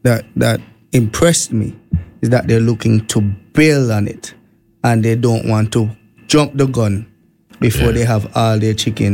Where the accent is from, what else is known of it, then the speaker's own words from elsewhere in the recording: Antigua & Barbuda; now in Montserrat; I grew up in Antigua, right opposite Janai Racetrack.